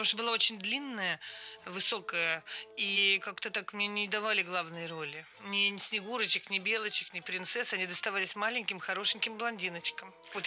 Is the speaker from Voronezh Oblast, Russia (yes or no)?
yes; Voronezh, Voronezh Oblast, Russia; now in Moscow, Russia; Я приехала из Воронежа в Москву и ночевала у них в квартире.